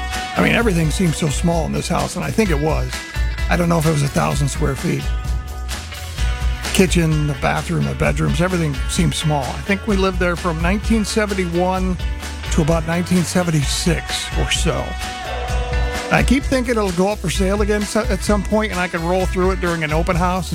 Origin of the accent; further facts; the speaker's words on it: Portage, Michigan, United States; one of the houses I grew up in Portage. I won't say where, lower middle class.